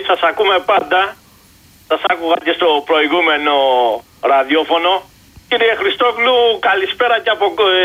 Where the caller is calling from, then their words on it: Heraklion, Crete, Greece; από το Ηράκλειο.